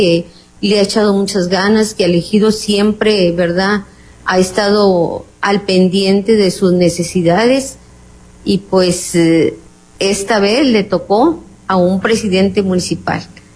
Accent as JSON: {"language": "Spanish", "town": "Zaragoza", "country": "Mexico", "moved": "yes", "said": "Yo estaba muy joven cuando entré a Morelos, yo soy de Zaragoza"}